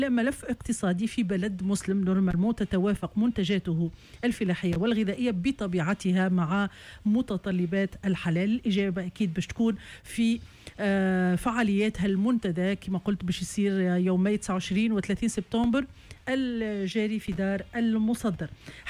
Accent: Tunisia

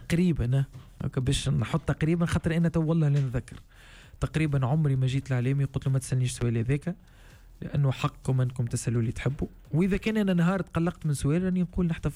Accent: Tunisia; انا فنان تونسي واستاذ موسيقى

